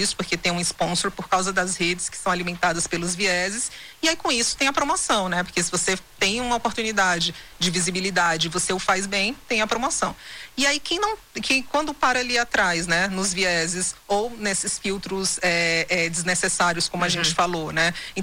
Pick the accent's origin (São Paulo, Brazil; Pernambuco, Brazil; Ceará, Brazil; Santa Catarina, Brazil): Ceará, Brazil; porque eu fiz Federal do Ceará, né? Eu sou do Ceará.